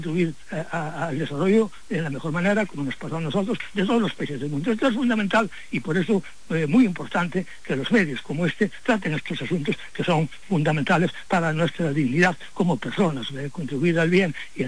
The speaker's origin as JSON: {"language": "Spanish", "town": "Vegadeo", "region": "Asturias", "country": "Spain", "tie": "born or raised there", "said": "Mis abuelos emigraron a Cuba. Buena parte de mi pueblo, en Vegadeo, fue emigrante."}